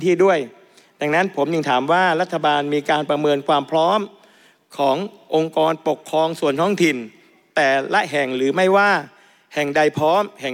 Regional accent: Surat Thani, Thailand; ผมเป็นคนจังหวัดสุราษฎร์ธานีดังคำฝันคือเมืองร้อยเกาะ

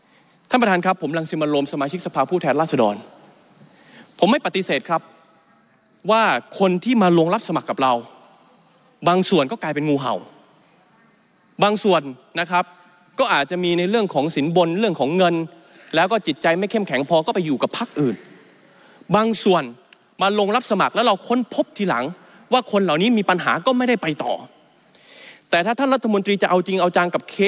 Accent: Bangkok, Thailand; also born or lived in Phuket / Pathum Thani; ผมเองก็เป็นคนที่เกิดที่ภูเก็ตอาจจะมาเติบโตที่กรุงเทพมาเติบโตที่สมุทรที่ปทุมธานี

